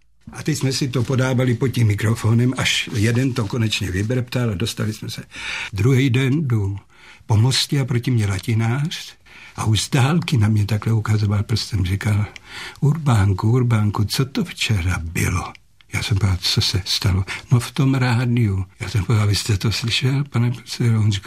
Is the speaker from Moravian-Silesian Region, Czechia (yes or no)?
no; Hradec Králové, Hradec Králové Region, Czechia; also born or lived in Jablonec nad Nisou; my jsme se stěhovali a dokonce v 38. roce jsme utíkali z Jablonce nad Nisou, Gáblonc an der Neisse, do Hradce Králové, tehdy Königgrätz taky, jo. A tam jsem začal, ještě dodělával tu mateřskou, teda obecní školu a státní klasické gymnasium.